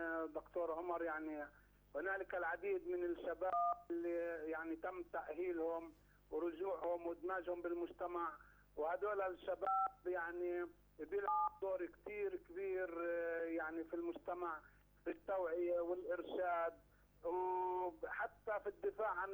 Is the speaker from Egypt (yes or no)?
no; Jerusalem, Palestine; إحنا كمجتمع فلسطيني في مدينة القدس